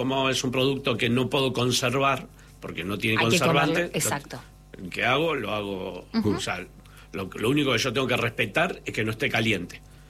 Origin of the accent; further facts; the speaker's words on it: Argentina; Y porque somos argentinos.